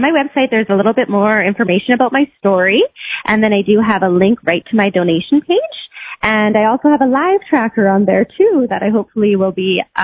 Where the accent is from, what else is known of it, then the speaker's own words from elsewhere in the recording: Flin Flon, Manitoba, Canada; born there; She went to Loon Lake in the forest, and then I was born in Finflaw in the Canadian Shield.